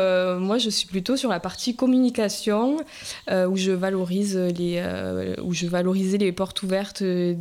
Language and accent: French; Nouvelle-Aquitaine, France; Moi je suis originaire du Lot-et-Garonne.